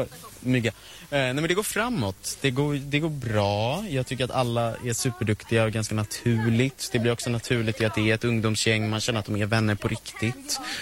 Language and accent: Swedish; Nacka, Stockholm County, Sweden; Jag är från Nacka.